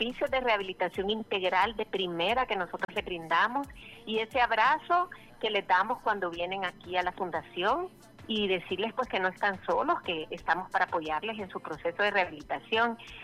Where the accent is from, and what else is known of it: El Salvador